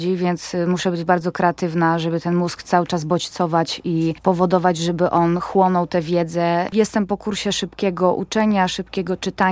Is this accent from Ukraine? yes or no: no; Tomaszów Mazowiecki, Łódź Voivodeship, Poland; z perspektywy takiej osoby, która urodziła się i wychowywała w takiej małej miejscowości